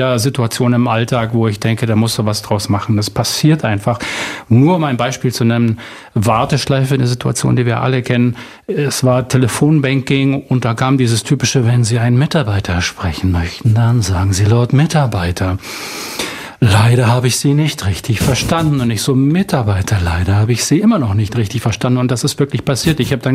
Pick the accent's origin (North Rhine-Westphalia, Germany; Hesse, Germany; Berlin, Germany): Berlin, Germany; born there; Ich komme aus Berlin Südwest, um es zu konkretisieren. Ich bin geboren in Berlin Steglitz, Ortsteil Lichterfelde West und habe mir vorgenommen, im Laufe meines Lebens mal in allen Berliner Bezirken gewohnt zu haben.